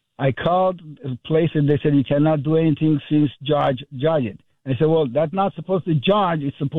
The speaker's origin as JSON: {"language": "English", "country": "Armenia", "said": "I'm Armenian."}